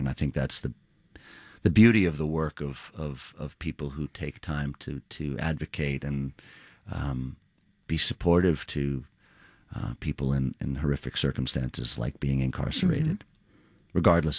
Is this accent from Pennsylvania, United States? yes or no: no; Queens, New York, United States; in growing up in Queens, and it's not that dissimilar, you know, to what young people encounter in urban environments